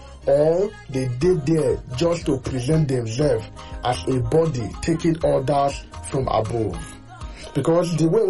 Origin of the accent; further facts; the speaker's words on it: Nigeria; even me as a Nigerian, I know even can understand.